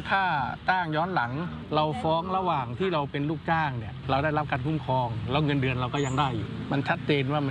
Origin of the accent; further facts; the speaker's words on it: Korat, Sung Noen district, Nakhon Ratchasima, Thailand; ผมเป็นคนโคราชครับเกิดโตที่โคราชอยู่อำเภอสูงเนิน